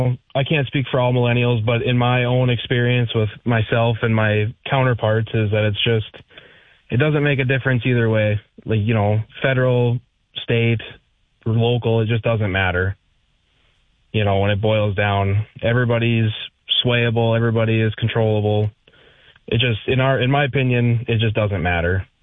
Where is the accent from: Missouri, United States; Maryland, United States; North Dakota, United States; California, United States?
North Dakota, United States; Grand Forks; I'm from Grand Forks originally